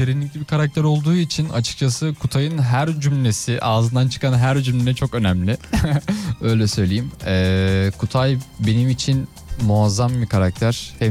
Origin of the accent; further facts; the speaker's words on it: Manisa, Turkey; Hayır, yok abi, Manisa'lıyım.